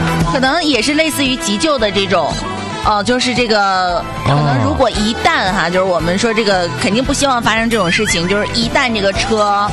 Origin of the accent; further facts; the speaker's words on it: Northeast China, China; 就是在我们东北这边啊，